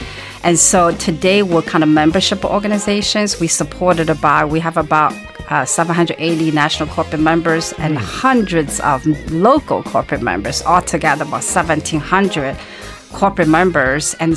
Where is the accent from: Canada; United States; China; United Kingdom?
China; moved away; I was born and raised in China during the Cultural Revolution.